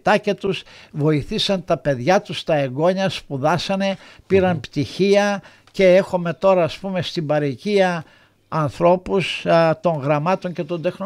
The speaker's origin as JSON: {"language": "Greek", "country": "Greece", "moved": "yes", "lives_now": "Melbourne, Australia"}